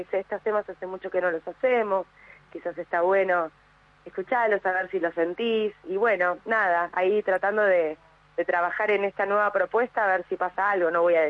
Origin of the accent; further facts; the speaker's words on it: Buenos Aires, Argentina; tengo mi parte rockera que siempre fui así, yo soy porteña, así que bueno, nada, me gusta todo lo que es el rock.